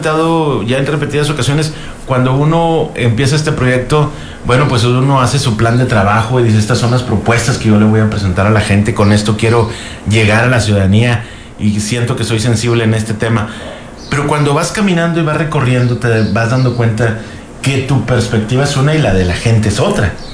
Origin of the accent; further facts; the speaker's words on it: Allende, Coahuila, Mexico; nosotros somos de Allende, ya lo sabes, sí, por ende, ¿no?, de la región 5 Manantiales.